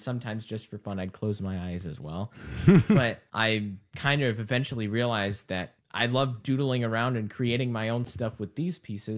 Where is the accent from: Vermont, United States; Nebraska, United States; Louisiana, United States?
Nebraska, United States; Omaha; right in my home state of Nebraska.